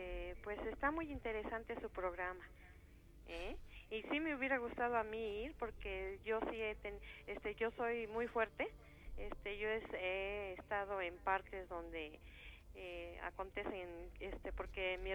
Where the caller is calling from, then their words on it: Mexico City, Mexico; De la colonia Doctores